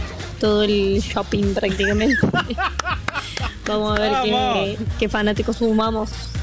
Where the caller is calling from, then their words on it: La Calera, Córdoba, Argentina; yo soy de La Calera, te escucho en todos lados, literalmente.